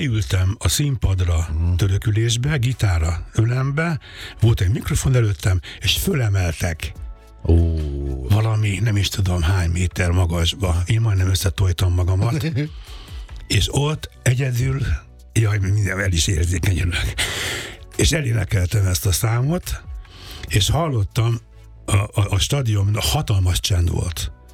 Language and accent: Hungarian; Budapest, Hungary; én a Népstadion mellett nőttem fel a Stefánián.